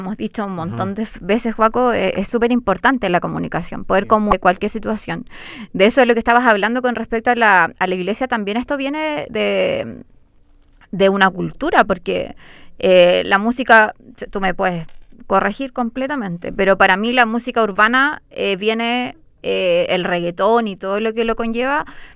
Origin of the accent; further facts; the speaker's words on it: Chile; Para nosotros como chilenos